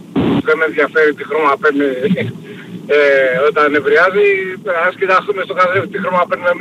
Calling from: Chaidari, Attica, Greece; είμαι από δρόμο, από Χαϊδάρι.

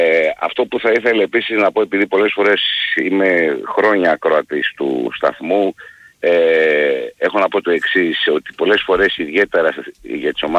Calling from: Palaio Faliro, Attica, Greece; από το Παλαιό Φάληρο.

